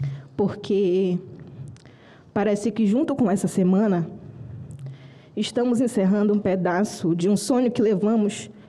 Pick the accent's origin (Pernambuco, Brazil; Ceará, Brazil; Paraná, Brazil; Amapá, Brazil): Amapá, Brazil; São Joaquim do Pacuí; Eu venho do Amapá, venho de São Joaquim do Pacuí. Uma comunidade que talvez seja pequena no mapa, mas que para mim tem um enorme significado.